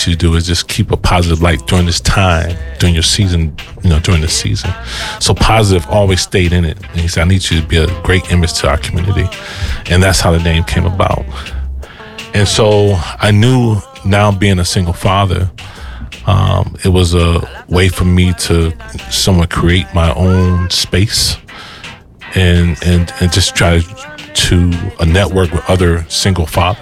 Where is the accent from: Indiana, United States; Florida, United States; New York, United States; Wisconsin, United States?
Indiana, United States; East Chicago; moved away as an adult; now in Minneapolis, United States; I'm originally from Indiana, East Chicago, Indiana.